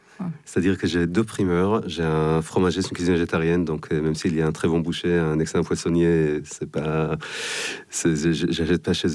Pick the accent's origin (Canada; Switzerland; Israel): Israel; French is a second language; moved away as an adult; now in Paris, France; Tout à la base, en Israël, j'avais une formation artistique